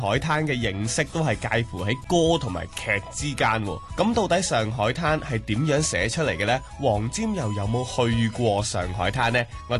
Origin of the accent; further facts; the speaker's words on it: Hong Kong; 我们香港人